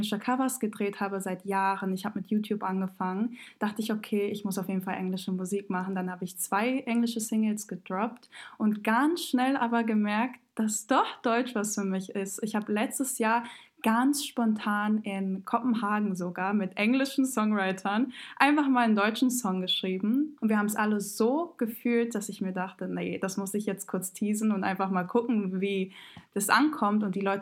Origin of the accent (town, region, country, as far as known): Montenegro